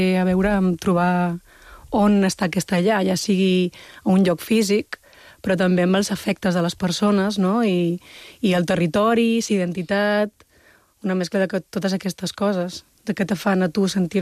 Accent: Balearic Islands, Spain; born there; que som aquestes persones que som fills de guiris nascut a les illes, no?

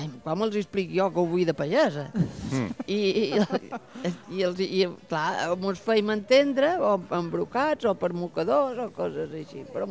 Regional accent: Santa Gertrudis de Fruitera, Balearic Islands, Spain; now in Ibiza Town, Spain; jo he nascut a Santa Gertrudis.

